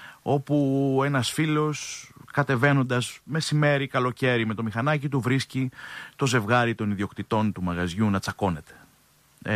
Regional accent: Perama, Attica, Greece; Ναι, είμαι γέννημα θρέμα Περαματιώτης

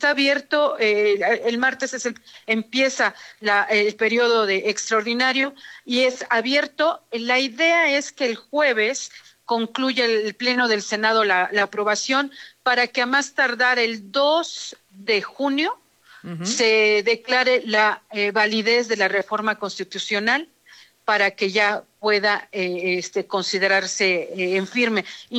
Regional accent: Mexico

